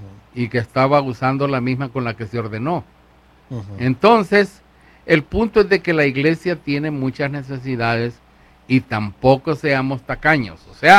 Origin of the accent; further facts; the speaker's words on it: El Salvador; moved away; En mi parroquia ahí del pueblecito de donde vengo en El Salvador